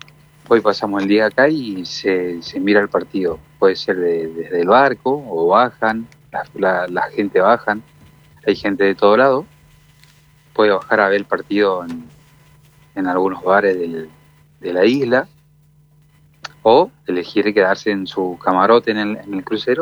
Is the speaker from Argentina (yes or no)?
yes; Corrientes, Argentina; moved away as an adult; Sí, así es, de Yataiticay.